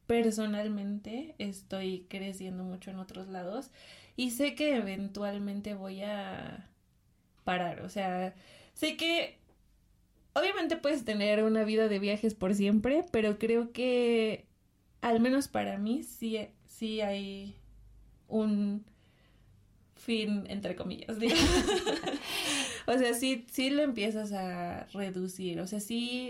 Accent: Mexico; moved away as an adult; also born or lived in Thailand; somos mexicanos

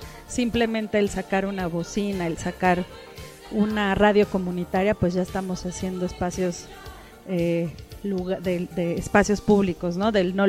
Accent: Mexico City, Mexico; yo vengo de Tlalpan, un espacio descentralizado de la periferia, en el margen de la ciudad, en donde muchas cosas están pasando en términos culturales y que además también es un territorio de pueblos originarios.

